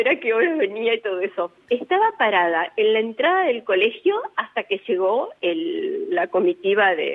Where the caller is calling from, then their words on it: Argentina; y somos la sociedad argentina